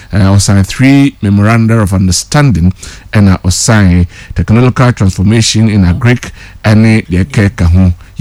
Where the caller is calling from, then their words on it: Bantama, Ashanti, Ghana; from Bantama in the Senate West District.